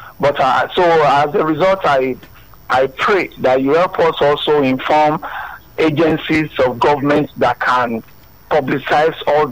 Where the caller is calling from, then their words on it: Lagos, Nigeria; I'm calling from Yanapaja, Lagos.